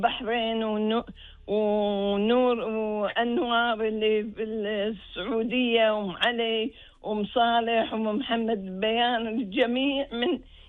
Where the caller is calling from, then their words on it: Kuwait; احنا الكويتيين